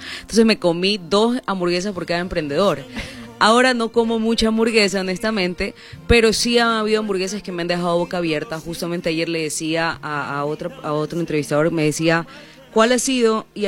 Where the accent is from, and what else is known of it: Ecuador